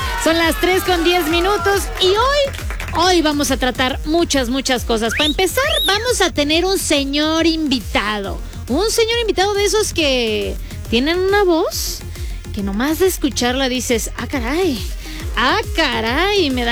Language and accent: Spanish; Mexico; Soy mexicana